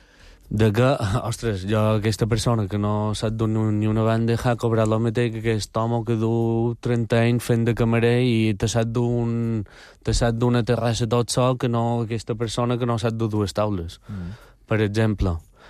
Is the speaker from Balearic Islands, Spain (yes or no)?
yes; Balearic Islands, Spain; No, jo soc mallorquí.